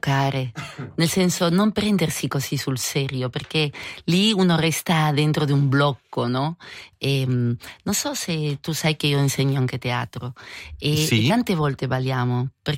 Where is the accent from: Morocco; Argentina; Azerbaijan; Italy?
Argentina; Italian is a second language; Perché dall'Argentina avevo un'idea della Svizzera come un posto sterile.